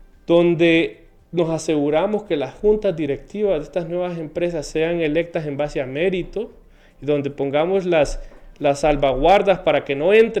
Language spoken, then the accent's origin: Spanish; Honduras